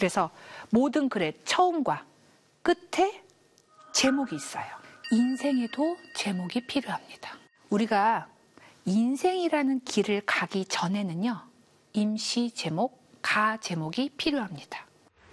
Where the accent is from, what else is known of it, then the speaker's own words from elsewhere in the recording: Gongju, South Chungcheong, South Korea; born there; 저는 충남 공주에서 태어났는데, 서울 살면서 돈 많이 벌어서 엄마 주고 행복하게 사는 사람.